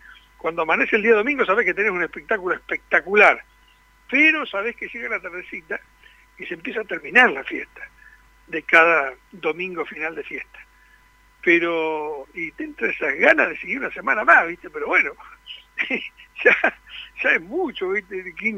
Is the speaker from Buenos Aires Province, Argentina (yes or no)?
yes; Buenos Aires Province, Argentina; en nuestra patria argentina y tenemos en nuestra provincia de Buenos Aires